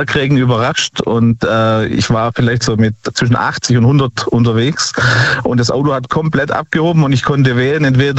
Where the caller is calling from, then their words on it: Nehren, Baden-Württemberg, Germany; Ja, ich komme aus Nähren bei Tübingen.